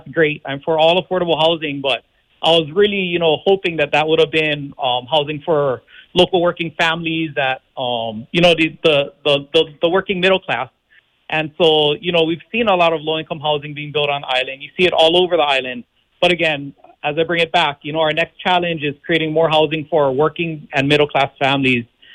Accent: Kauai, Hawaii, United States; I'm born and raised on Kauai

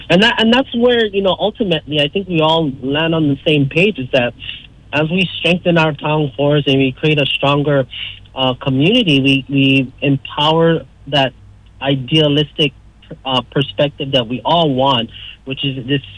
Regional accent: Lihue, Hawaii, United States; being born and raised here and moving back into my hometown, before getting elected, I got to spend that time doing that work.

